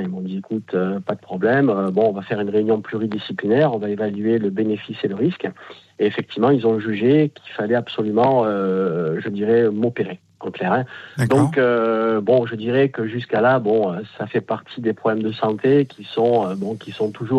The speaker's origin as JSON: {"language": "French", "town": "Marseille", "region": "Provence-Alpes-Côte d'Azur", "country": "France", "said": "Bon, là, je suis à Colmar en déplacement professionnel, mais effectivement, je suis natif du sud de la France."}